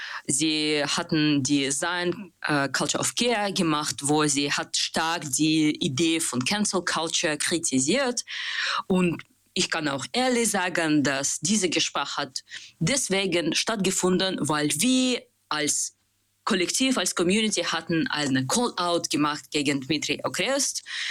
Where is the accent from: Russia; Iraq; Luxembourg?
Russia; German is a second language; moved away; Ich bin Anarchist und Aktivist und Feminist. Ich bin aus Russland